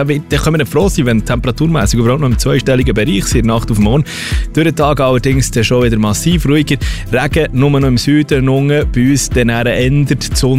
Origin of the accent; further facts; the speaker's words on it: Switzerland; Ich als Schweizer Pünzli